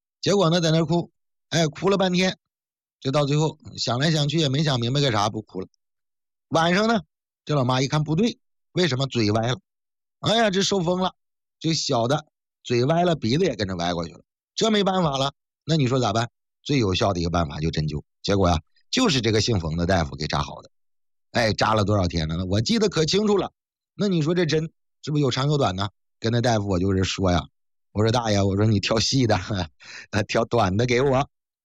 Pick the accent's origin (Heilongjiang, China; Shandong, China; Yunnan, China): Heilongjiang, China; 我们老家呢是属于哈尔滨下面的一个小镇，离着哈尔滨呢还挺远，过了我们这儿就等于出了哈尔滨的辖区了。